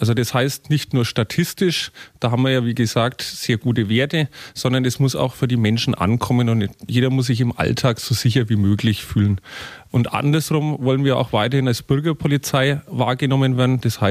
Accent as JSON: {"language": "German", "town": "Lauf an der Pegnitz", "region": "Bavaria", "country": "Germany", "tie": "born or raised there", "said": "Ich bin im Nürnberger Land aufgewachsen, in Lauf gehabt."}